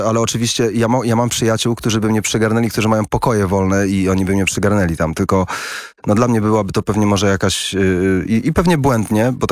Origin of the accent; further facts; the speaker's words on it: Poznań, Greater Poland Voivodeship, Poland; moved away; also born or lived in England; ja pochodzę z Poznania